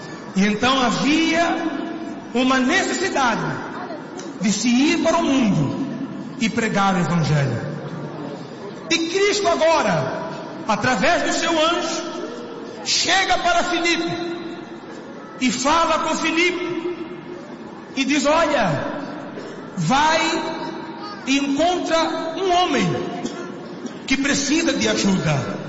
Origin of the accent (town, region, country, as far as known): Mozambique